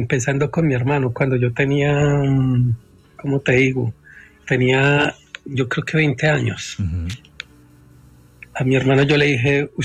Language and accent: Spanish; Colombia; Lo que pasa es que yo tengo una historia, yo soy colombiano